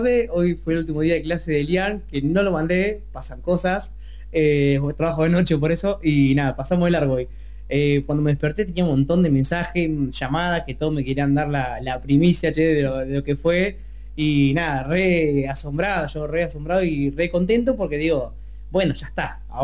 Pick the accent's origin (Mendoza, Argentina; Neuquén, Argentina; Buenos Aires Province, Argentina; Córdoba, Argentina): Buenos Aires Province, Argentina; General Villegas; soy acá de Villegas